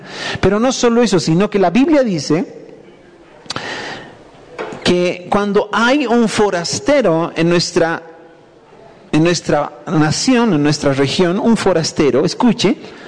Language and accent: Spanish; Bolivia; Yo como boliviano, mi esposa y mis hijos, la sarta de pollo